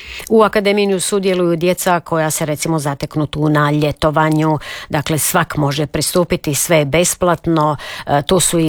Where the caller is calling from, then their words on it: Knin, Šibenik-Knin County, Croatia; Dobar dan, lijepi pozdrav iz vrućeg Knina. Već sada 30 stupnjeva ovdje kod nas u Kninu